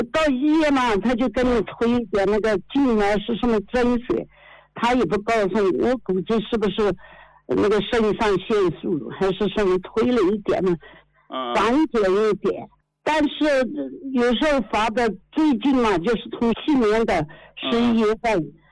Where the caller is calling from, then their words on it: Kunming, Yunnan, China; 我是昆明的听众，其实七十的一个老太婆。